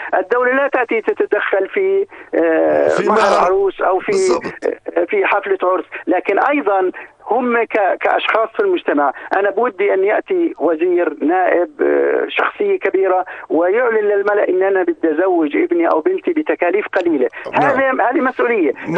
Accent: Jordan; بنلوم دائما الدولة سواء عندنا في الأردن او غيرنا

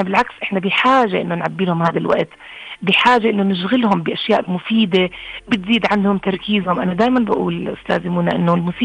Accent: Jordan; لأنه بتعرفي ما كان يعني عندنا بالأردن مكان إنه تقدري تتخصصي منه بشكل يعني أكاديمي

